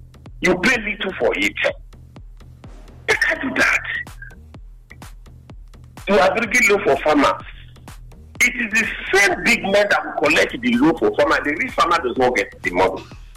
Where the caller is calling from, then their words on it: Benin City, Edo, Nigeria; I'm calling from Benin here.